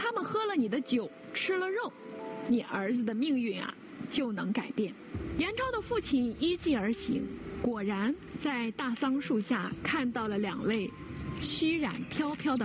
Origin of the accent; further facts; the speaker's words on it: China